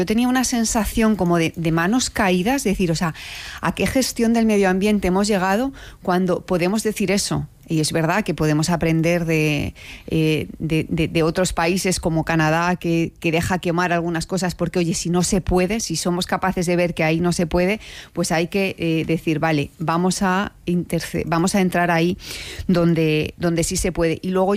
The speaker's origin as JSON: {"language": "Spanish", "region": "Castilla-La Mancha", "country": "Spain", "said": "Yo soy castellano-manchega, soy una niña de pueblo, entonces me llega muy, muy de cerca."}